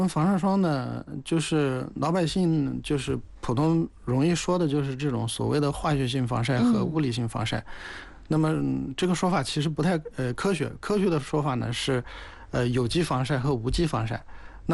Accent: China

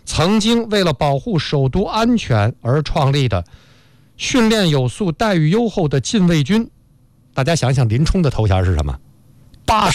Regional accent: China

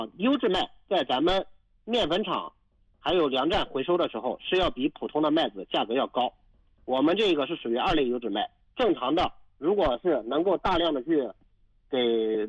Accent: northern China, China; 咱们北方人

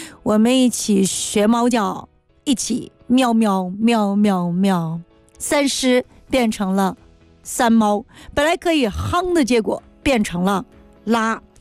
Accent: China; 我们中国人说吃一亏长一智

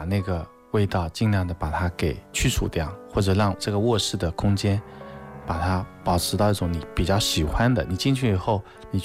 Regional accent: Wu-speaking area, China; accent: Wu; 我们这边吴语系

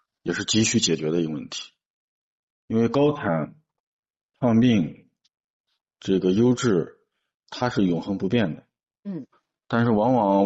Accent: Xinjiang, China; 我们新疆这边

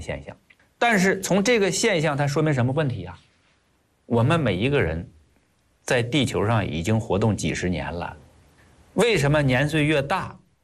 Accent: China; 我们国家

